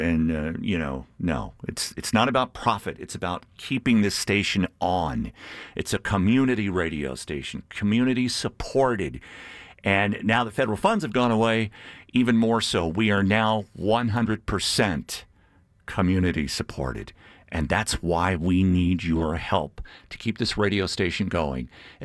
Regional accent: Louisiana, United States; now in Denver, United States; we're both from Louisiana.

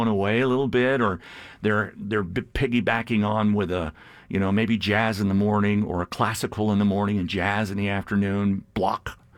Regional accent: Louisiana, United States; You know, and we're both from Louisiana.

